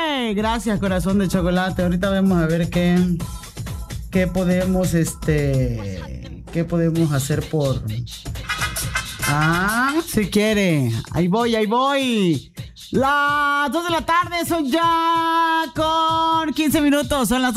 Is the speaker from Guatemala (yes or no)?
no; Mexico; somos mexicanos